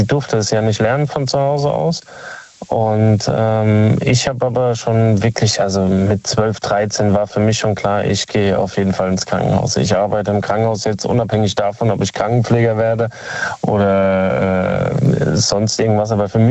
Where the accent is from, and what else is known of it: Kaiserslautern, Rhineland-Palatinate, Germany; now in Speyer, Germany